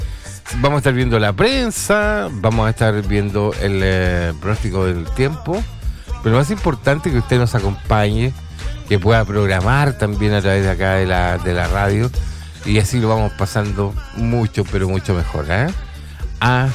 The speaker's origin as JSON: {"language": "Spanish", "town": "Rayenco", "region": "Biobío", "country": "Chile", "tie": "born there", "said": "Sí, yo siempre les cuento, yo nací en Rayenco. Fui uno de los privilegiados en nacer en Rayenco, un lugar que ya no existe."}